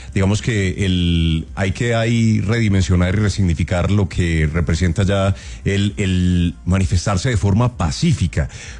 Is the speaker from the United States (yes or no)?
no; Colombia; Claro, es que como colombianos tenemos pacífico, el derecho de salir y la necesidad.